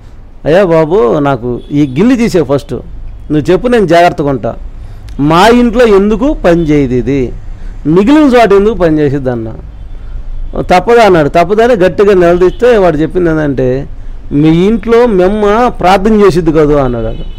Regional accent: Nidubrolu, Andhra Pradesh, India; మా ఊరు శశానం ఉండే, నిడుబ్రోల శశానం

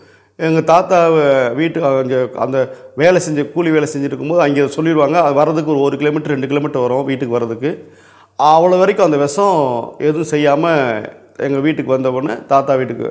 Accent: Mandalamanickam, Tamil Nadu, India; அப்போ எங்கள் ஊர்லேயே, எங்கள் சொந்த ஊர்லேயே மண்டலமணிக்குங்கிற ஊரத்தில் 10th வரைக்கும் இருக்குது.

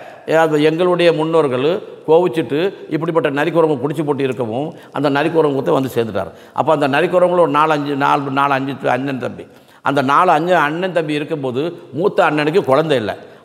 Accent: Tamil Nadu, India; born there

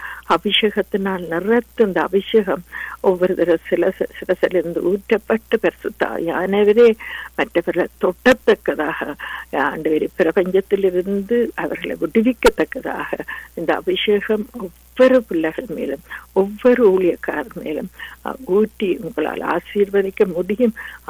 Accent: Sri Lanka; இலங்கை தேசத்தில் ஐயா உங்களோட அன்பை பரிமாறும் பிள்ளைகளுக்காக நாங்க பிறந்து வளர்ந்த தேசத்துக்காக

